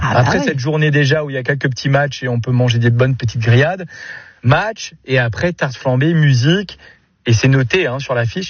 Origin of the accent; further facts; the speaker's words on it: Grand Est, France; de chez nous, en Alsace.